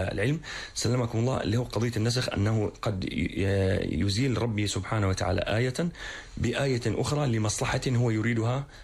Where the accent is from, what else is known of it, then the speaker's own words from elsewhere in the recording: Syria; عندنا في سوريا